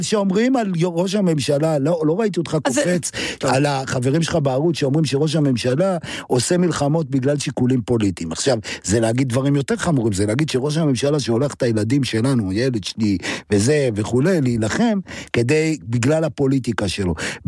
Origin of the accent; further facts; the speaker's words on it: Jerusalem, Jerusalem District, Israel; גדלתי בירושלים.